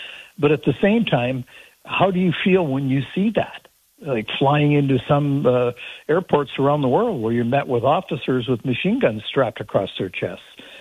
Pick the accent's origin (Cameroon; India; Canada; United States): Canada; Sault Ste. Marie, Ontario; I grew up in Sault Ste. Marie, I didn't hear about Toronto or Ottawa or Edmonton crime.